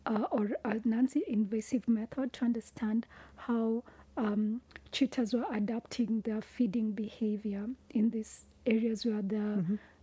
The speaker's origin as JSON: {"language": "English", "region": "Nairobi", "country": "Kenya", "tie": "born or raised there", "accent": "Kenyan", "said": "I was born and raised in Nairobi, the capital city."}